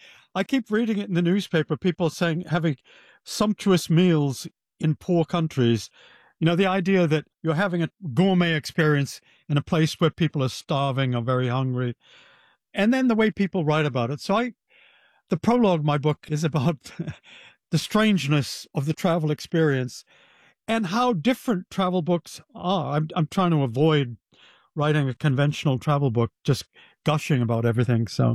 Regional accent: United States

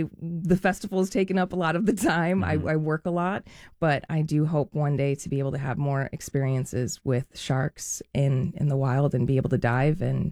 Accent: Cleveland, Ohio, United States; moved away as an adult; now in Tampa, United States; I'm actually originally from Cleveland, Ohio. I moved to Tampa 6.5 years ago

